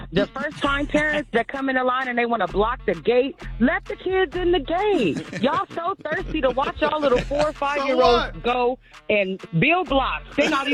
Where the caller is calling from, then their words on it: Inglewood, California, United States; I'm calling from Inglewood.